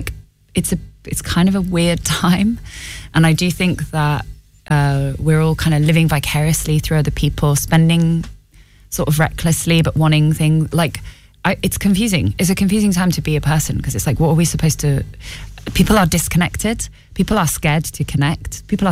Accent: Ireland; as an Irish, you know, person as well

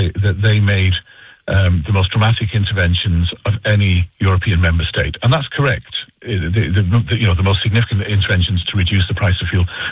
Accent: Munster, Ireland; accent: funny accent; now in Dublin, Ireland; despite my funny accent and the fact that I live in Dublin, home for me is North Cork. I'm from an agricultural family

